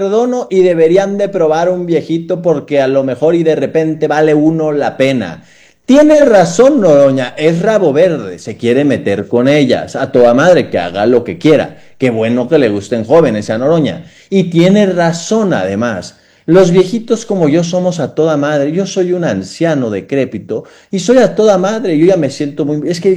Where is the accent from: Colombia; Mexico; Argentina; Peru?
Mexico; Sonora; also born or lived in Texas; Crecí en Sonora. Me siento, he vivido en Sonora mucha parte de mi vida, una buena proporción de mi vida. No nací en Sonora, no es un secreto esto.